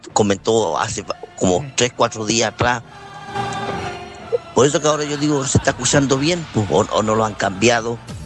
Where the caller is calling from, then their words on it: Lautaro, Araucanía, Chile; de Lautaro